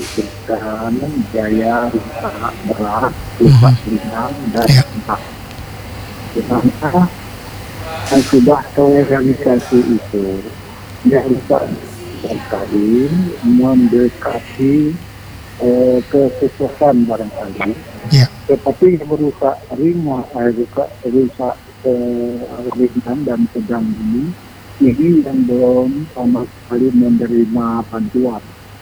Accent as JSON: {"language": "Indonesian", "town": "Tenggangan", "country": "Indonesia", "said": "Ini teman saya di Sekranti, saya ini dari Tenggangan."}